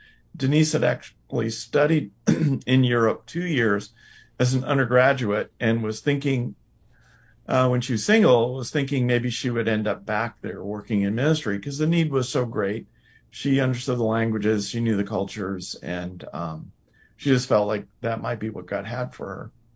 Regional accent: Illinois, United States; moved away as an adult; because I was from Illinois and didn't follow Indiana schools that closely

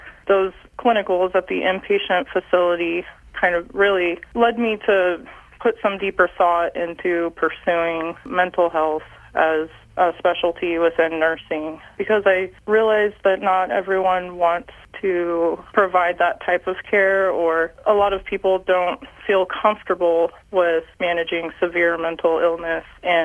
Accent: San Antonio, Texas, United States; now in Kansas, United States; I grew up in San Antonio, Texas, so very different from rural Kansas, big city.

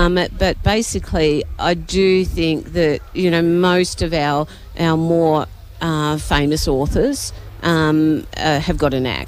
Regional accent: Montrose, Victoria, Australia; also born or lived in Croydon, Victoria; now in Friendship Gully, Australia; I grew up in Montrose, and I spent a lot of my teenage years in Croydon.

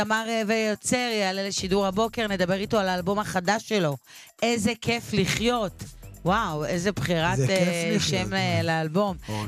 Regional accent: Kiryat Gat, Southern District, Israel; אנחנו מקריית גת נוסעים ברחובות כשאנחנו רוצים עיר גדולה יותר.

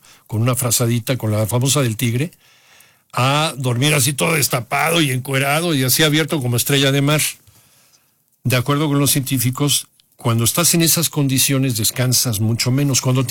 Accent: Cancún, Quintana Roo, Mexico; Me estaban platicando ahí amigos de Cancún, saludos allá a mi tierra

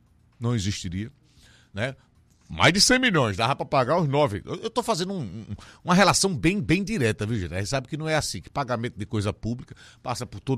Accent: Brazil; Eu, enquanto brasileiro que sou, eu tenho muito orgulho do sistema de saúde do meu país.

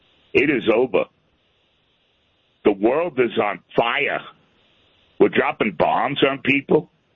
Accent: New York City, New York, United States; also born or lived in Bronx; My father was a Hungarian Jew. My mother was Irish Catholic. I grew up in the Bronx, New York. I went to the synagogue on Saturday. I went to Catholic church on Sunday.

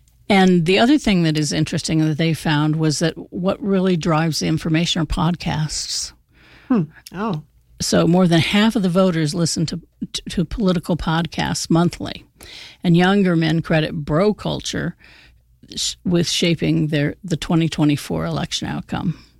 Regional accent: Albuquerque, New Mexico, United States; growing up in the Southwest, in Albuquerque, New Mexico, and things were just different.

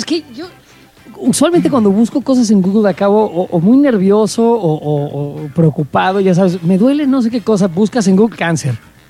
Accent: Mexico; porque soy mexicano y llevo 57 años en esta tierra, que México pues tiene una alta tasa de desempleo

